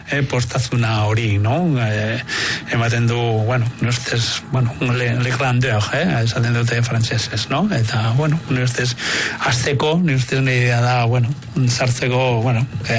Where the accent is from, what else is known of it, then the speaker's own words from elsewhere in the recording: San Sebastián, Basque Country, Spain; born there; ni hasi nintzen San Ignacio badakizu ikastolan koruan. Donostian, bai, igual neukan, igual 6 urte edo 7